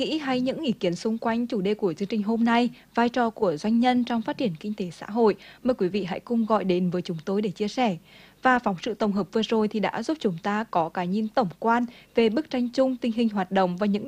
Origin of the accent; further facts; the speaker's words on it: Nghệ An, Vietnam; là người Nghệ An của chúng ta thì đi đâu cũng làm ăn được. Nhưng mà nếu mà được làm giàu ngay trên quê hương của mình thì đó mới là cái điều hạnh phúc nhất không ạ?